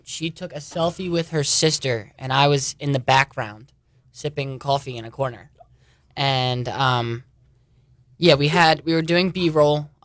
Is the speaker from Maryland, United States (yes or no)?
yes; Baltimore, Maryland, United States; I'm from Baltimore.